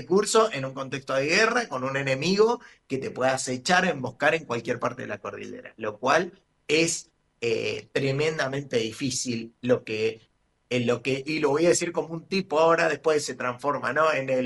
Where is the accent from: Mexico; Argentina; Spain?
Argentina; Cuyo; nosotros que somos cuyanos, para nosotros la cordillera es un ámbito súper natural, común y estamos habituados.